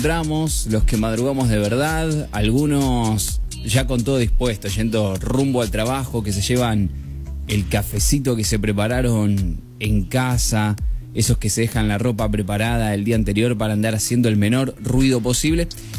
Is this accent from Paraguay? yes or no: no; Temperley, Buenos Aires Province, Argentina; yo soy de Temperley, zona sur, yo te recomiendo que vayamos a pasear juntos por el barrio inglés, caminando, por las callecitas empedradas